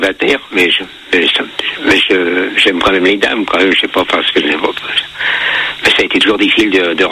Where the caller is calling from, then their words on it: Toulouse, Occitanie, France; J'appelle de Toulouse, en Haute-Garonne.